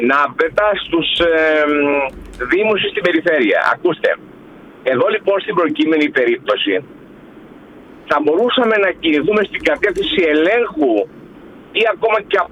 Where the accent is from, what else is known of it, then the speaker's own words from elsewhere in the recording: Corfu, Ionian Islands, Greece; εγώ ως Κερκυραίος